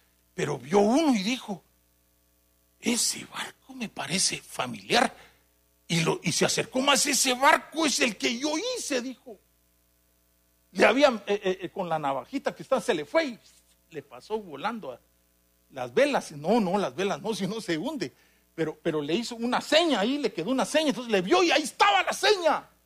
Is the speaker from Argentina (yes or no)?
no; Guatemala; moved away